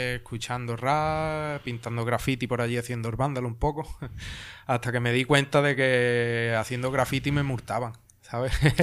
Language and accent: Spanish; El Cuervo de Sevilla, Andalusia, Spain; soy del 93. Vale, tengo 32 años, llevo haciendo música desde 2009 aproximadamente. Yo soy del Cuervo, de Sevilla, un pueblecito, el último de la provincia.